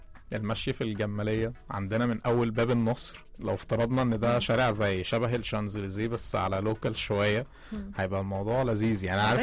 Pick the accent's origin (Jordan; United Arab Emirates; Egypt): Egypt; Cairo, Cairo Governorate; احنا عندنا في القاهرة بالذات